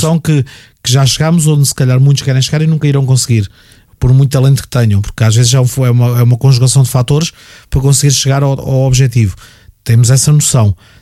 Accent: Caldas da Rainha, Centro, Portugal; born there; Eu nasci no Monte Pio, portanto, a poucos metros do sítio onde vai estar o palco, no dia 14, portanto, há esta ligação. O meu irmão também nasceu nas Caldas, nascemos dois.

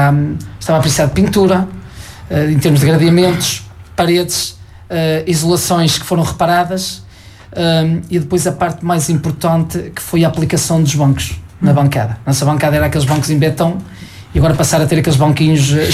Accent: Gião, Portugal; eu não sou de Vila Maior, sou de Gião.

